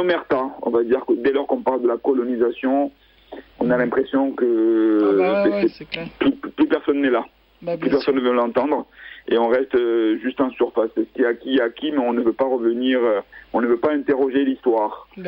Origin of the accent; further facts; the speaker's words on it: Marseille, Provence-Alpes-Côte d'Azur, France; born there; also born or lived in Comoros; Donc moi je suis à Marseille depuis, je me considère comme étant un déraciné, enraciné, puisque moi j'étais déraciné à l'âge de 7 ans pour venir justement rejoindre mon père qui travaillait ici.